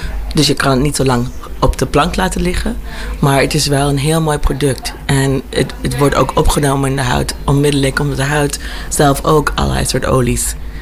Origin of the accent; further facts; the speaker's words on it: Germany; Dutch is a second language; also born or lived in United States; is een Nederlander die in Duitsland en Amerika is opgegroeid. Vandaar mijn accent. Mijn moeder is Friesin.